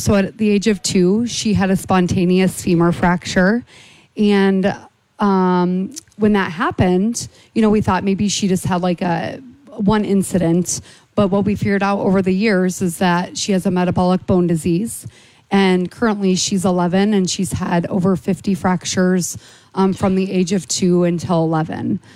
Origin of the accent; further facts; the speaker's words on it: Wapello, Iowa, United States; We're from Wapello, okay. Iowa.